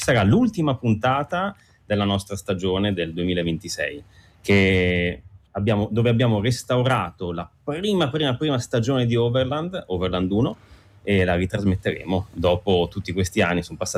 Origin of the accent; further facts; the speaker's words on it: Milan, Lombardy, Italy; Comunque sono di Milano, mio padre è di Torino.